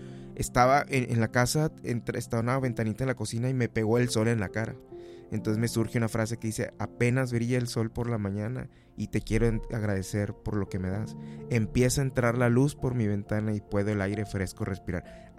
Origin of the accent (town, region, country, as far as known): Mexico